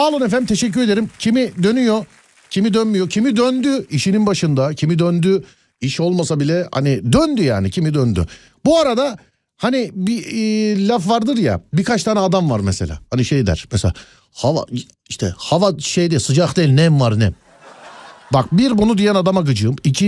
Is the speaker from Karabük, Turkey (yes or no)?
no; Şişli, Istanbul, Turkey; Benim köyümden mesela Şişli'den ikinci köprüye gitmeyi denediniz mi?